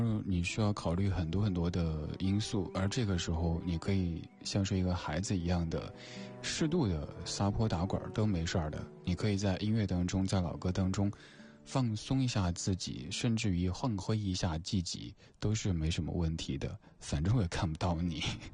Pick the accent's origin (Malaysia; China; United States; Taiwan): China; Sichuan; accent: Sichuan; 这个名字用我家乡人四川人的口音来念